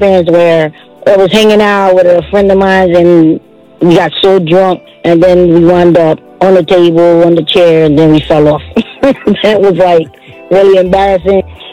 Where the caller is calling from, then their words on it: New Jersey, United States; calling from Jersey.